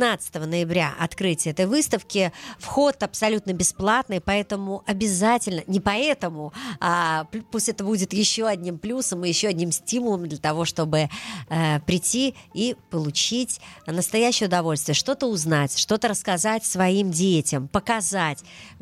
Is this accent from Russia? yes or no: no; Netanya, Central District, Israel; И вот в Нетании, в моем родном городе, решили провести целую выставку